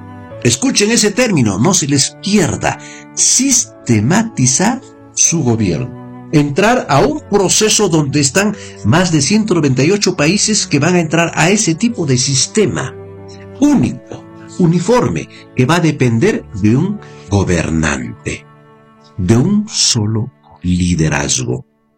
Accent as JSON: {"language": "Spanish", "country": "Peru", "said": "yo soy peruano."}